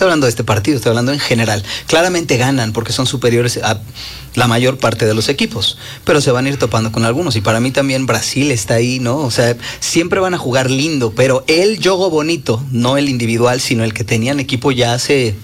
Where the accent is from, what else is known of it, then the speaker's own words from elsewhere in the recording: Mexico; Como mexicano, yo soy muy, muy realista y muy sincero con mi país.